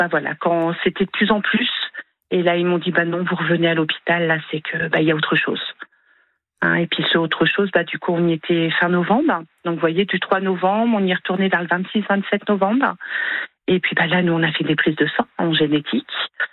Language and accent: French; Saumur, Pays de la Loire, France; Moi, je suis de Saumur, ils m'ont dit, il faut aller ranger.